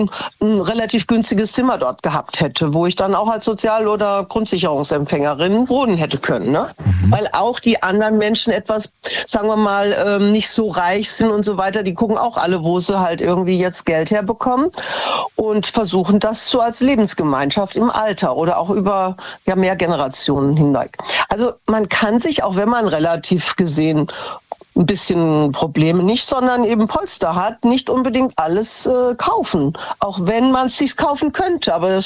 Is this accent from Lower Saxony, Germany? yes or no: no; Hesse, Germany; Ich habe dann auch eine Community, eine Frau kannte ich schon früher von Hessen, wo ich herkomme.